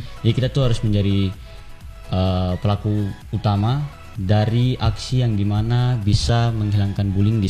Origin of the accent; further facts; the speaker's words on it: Papua, Indonesia; Terus ini dari daerah kita, dari Papua menuju ke Jawa, itu menurut saya adalah first experience yang memang sangat-sangat tidak akan saya lupakan.